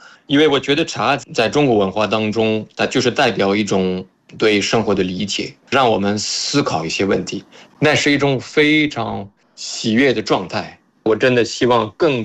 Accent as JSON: {"language": "Chinese", "country": "France", "second_language": "Chinese", "moved": "yes", "lives_now": "China", "said": "我是法国人，然后"}